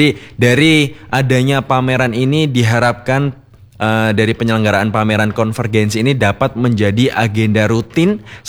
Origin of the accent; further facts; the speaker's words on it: Surakarta, Central Java, Indonesia; kita sebagai warga Solo